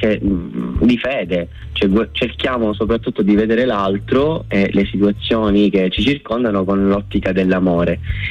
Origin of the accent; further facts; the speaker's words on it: Messina, Sicily, Italy; Io vengo da Messina, da un quartiere di nome Camaro San Paolo